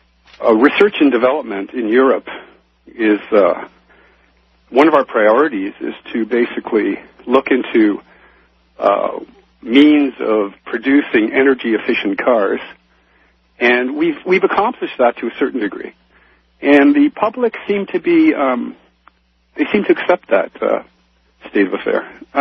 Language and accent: English; Canada; also born or lived in New York / Los Angeles / Atlanta / London; I'm a film producer, and I'm a Canadian.